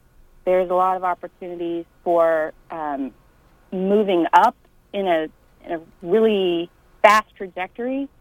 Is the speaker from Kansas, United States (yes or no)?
yes; Concordia, Kansas, United States; I grew up in the 80s and 90s and grew up on a farm just west of Concordia.